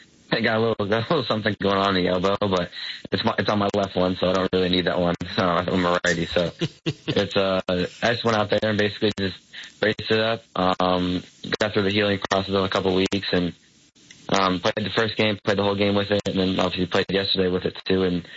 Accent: Connecticut, United States; growing up around the Yale community for 16 years of my life when he was a head coach

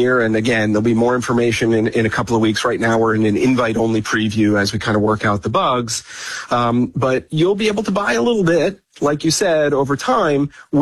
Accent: Pennsylvania, United States; I grew up in Pennsylvania, right outside of Philadelphia, and I grew up in a very suburban area

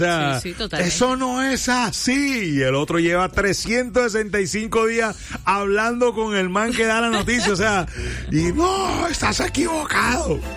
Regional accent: Caribbean Region, Colombia; Yo soy un costeño distinto.

